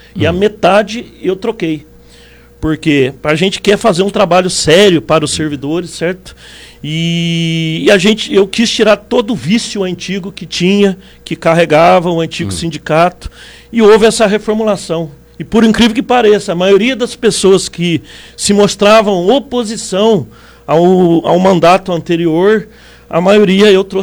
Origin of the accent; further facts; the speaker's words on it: Cunha, São Paulo, Brazil; moved away as an adult; now in Pindamonhangaba, Brazil; eu sou lá da cidade de Cunha, certo? E quando chegou no mês de julho, aí eu vim para cá, para Pinda, acabei comprando um imóvel aqui e estou residindo aqui.